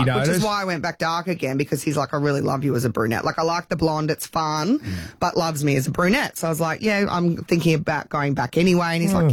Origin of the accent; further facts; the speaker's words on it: Nambour, Queensland, Australia; Yeah. I'm from Nambour.